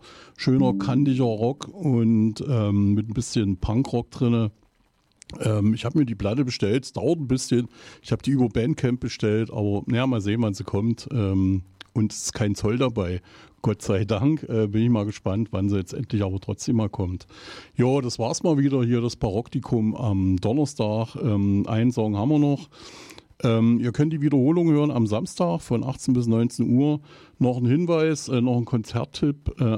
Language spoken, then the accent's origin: German; Eisenach, Thuringia, Germany; ich komme aus Eisenach